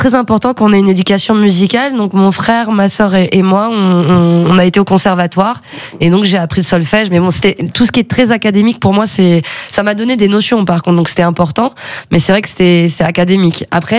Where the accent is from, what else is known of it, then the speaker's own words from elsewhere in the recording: Chambray-lès-Tours, Centre-Val de Loire, France; born there; also born or lived in Aquitaine; Je suis née à Chambrais-les-Tours et on avait une maison à Maitrey. Et que mon père avait construite avec ses mains. Et j'ai habité là jusqu'à mes 9 ans. Et ensuite, j'ai déménagé en région Aquitaine.